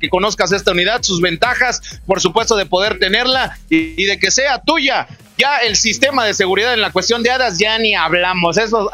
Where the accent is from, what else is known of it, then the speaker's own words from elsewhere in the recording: Matamoros, Mexico; Matamoros, allá mi pueblo.